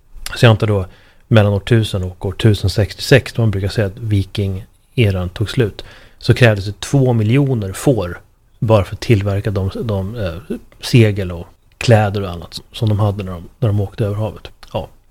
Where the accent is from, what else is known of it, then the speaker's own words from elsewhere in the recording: Sweden; för jag är svensk